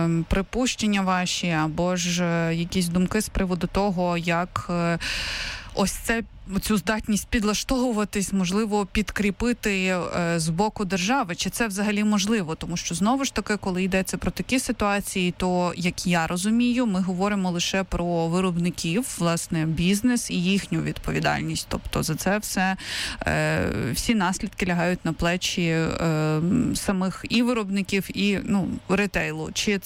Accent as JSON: {"language": "Ukrainian", "region": "Kyiv", "country": "Ukraine"}